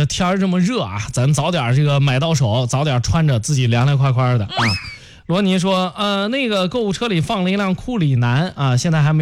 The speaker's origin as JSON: {"language": "Chinese", "town": "Jiaozuo", "region": "Henan", "country": "China", "tie": "born or raised there", "moved": "yes", "lives_now": "Zhengzhou, China", "said": "咱老家下雨了，咱老家人都没给咱说一声。"}